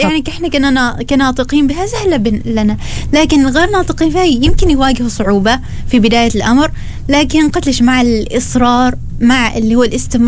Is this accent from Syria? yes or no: no; Oman; كيف نحن كعمانيين